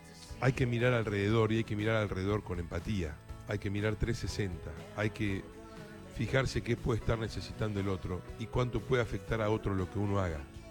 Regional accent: Argentina; más que como argentino

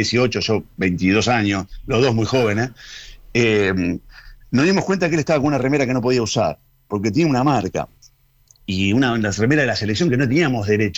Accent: Rosario, Santa Fe, Argentina; Yo, además de todo, soy muy rosarino y soy muy canalla.

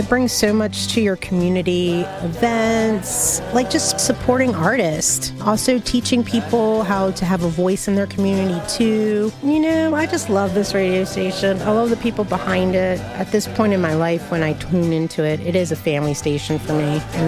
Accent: Richmond, Virginia, United States; I am from Richmond, Virginia.

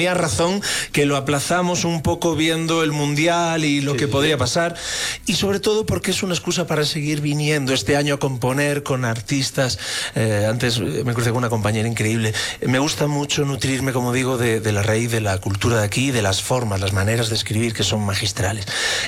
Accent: Spain; En mi país, en España, insisto, de México no hablo porque vengo como turista, pero de España puedo hablar mucho. Y aunque yo soy una persona profundamente patriótica y amo mi país

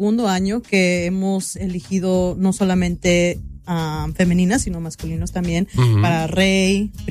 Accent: Fremont, Nebraska, United States; Yo soy de Fremont, Nebraska. Ahí nací, ahí estoy y ahí me quedaré.

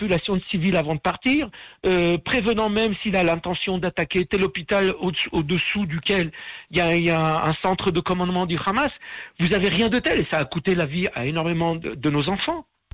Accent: Tlemcen, Tlemcen Province, Algeria; born there; moi je suis né à Tlemcen, je fais partie de la dernière génération de jeunes juifs qui sont nés à Tlemcen.

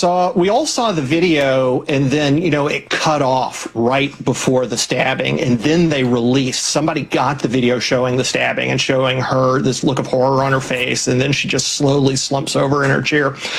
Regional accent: Memphis, Tennessee, United States; born there; Memphis is kind of my hometown.

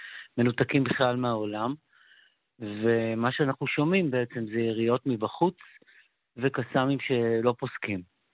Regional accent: Sderot, Southern District, Israel; born there; moved away as an adult; now in Netiv HaAsara, Israel; שדרות היא עיר הולדתי, משפחתי שם, כל משפחתי. הוריי, סביי, קבורים בשדרות, השורשים משם, אבל כבר 36 שנים פה בנתיב

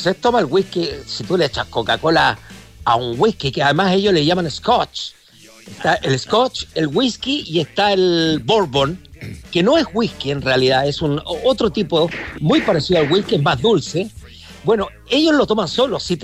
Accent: Chile; comparado con el chileno, que es como el chileno. Nosotros somos choros

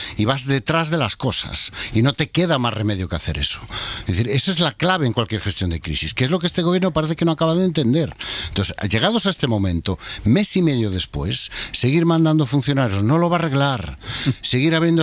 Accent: Galicia, Spain; Yo como gallego le pido a mi presidente, oiga, ser solidario con Ceuta significa, mire, si necesitan espacio y necesitan atención, mándenos gente aquí, que aquí tenemos recursos de sobra.

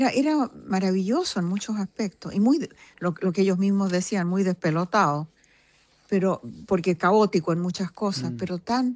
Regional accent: Chile; moved away; He vivido la mayor parte de mi vida, casi toda mi vida afuera. Muy poco tiempo en Chile, pero me siento chilena y amo Chile

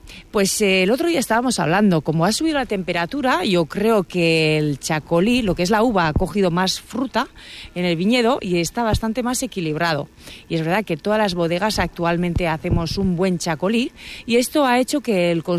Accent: Basque Country, Spain; como somos los vascos.

